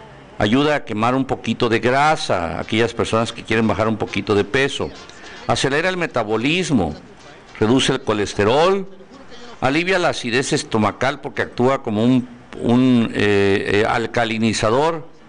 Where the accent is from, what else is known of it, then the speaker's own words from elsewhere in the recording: José María Pino Suárez, Chiapas, Mexico; mi querido pueblo José María Pino Juárez